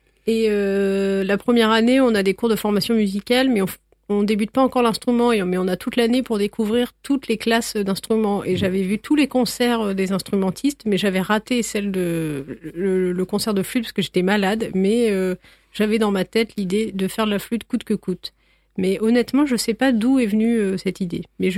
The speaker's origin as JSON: {"language": "French", "region": "Normandy", "country": "France", "said": "le nord de la France, parce que moi je viens de Normandie."}